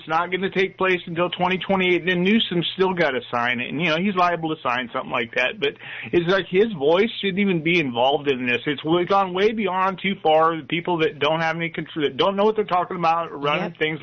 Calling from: Salinas, California, United States; Salinas, and I was calling.

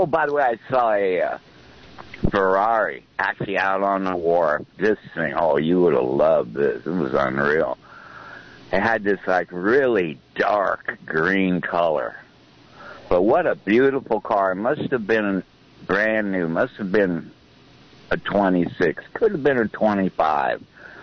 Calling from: Santa Cruz, California, United States; I'm okay. I'm calling from Santa Cruz.

